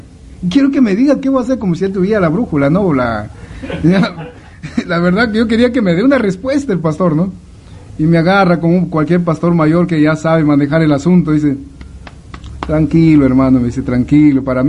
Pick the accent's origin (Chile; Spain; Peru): Peru; Cajamarca; moved away; Cajamarca es un departamento de Perú, al norte. Y yo soy cajamarquino.